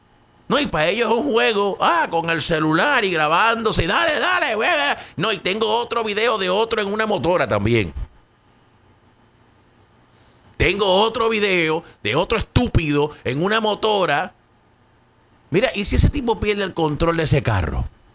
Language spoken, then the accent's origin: Spanish; Caguas, Puerto Rico; now in Pennsylvania, United States; yo soy de Cagua